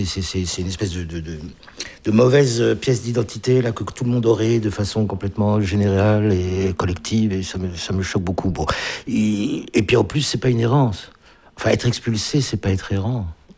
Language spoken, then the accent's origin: French; France; je ne viens pas du tout là en tant qu'Ukrainien pour fêter ou soutenir mon ancien peuple ou je sais pas quoi. Je suis français, je suis même pas français, je suis moi, quoi.